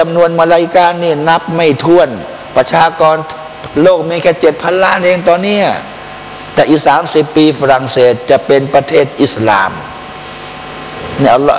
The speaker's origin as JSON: {"language": "Thai", "region": "Pattani", "country": "Thailand", "said": "ผมมาจากปัตตานีนะ"}